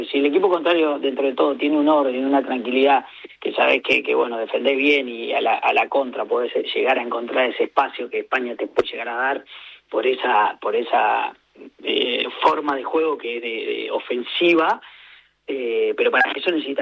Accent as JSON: {"language": "Spanish", "country": "Uruguay", "said": "nosotros siendo uruguayos tenemos la obligación"}